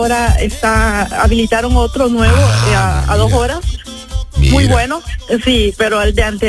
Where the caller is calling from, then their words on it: Tegucigalpa, Francisco Morazán, Honduras; Bueno, soy de Tegucigalpa.